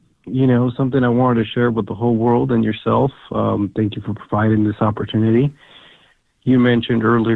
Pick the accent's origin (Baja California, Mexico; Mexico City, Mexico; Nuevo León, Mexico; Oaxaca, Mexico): Oaxaca, Mexico; now in United States; I come from, I'm Mexican, right? I grew up here in the States, but I have a lot of family down in Mexico. And I come from a part of Mexico known as Oaxaca, which is very heavily populated in natives.